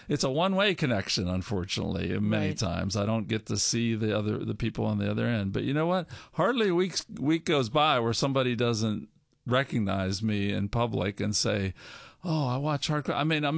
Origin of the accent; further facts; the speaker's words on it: West Mifflin, Pennsylvania, United States; I grew up in West Mifflin